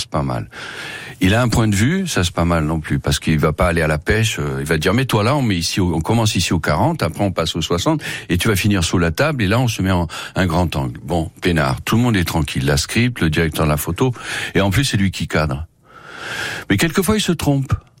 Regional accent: France; on est français

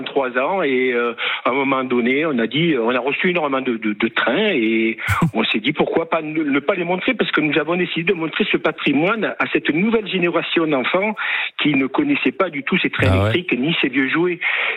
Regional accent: Auvergne-Rhône-Alpes, France; now in Gers, France; moi, je suis pas du Gers, comme vous avez dit tout à l'heure, je suis de Rhône-Alpes.

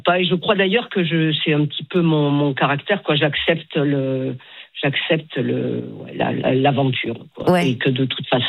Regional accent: Toulouse, Occitanie, France; Non, mais alors je suis toulousaine.

